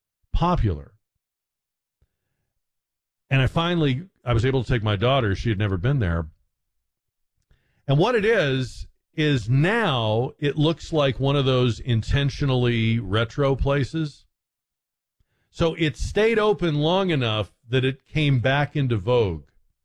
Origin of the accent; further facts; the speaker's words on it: Newton, Massachusetts, United States; This was a little like diner and ice cream parlor kind of place in my hometown that when we would go as teenagers, it was already an old place.